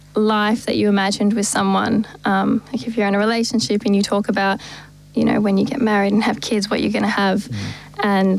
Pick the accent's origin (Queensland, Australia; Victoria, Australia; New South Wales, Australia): Victoria, Australia; Melbourne; moved away as an adult; also born or lived in England; I'm from Melbourne, near Chadstone.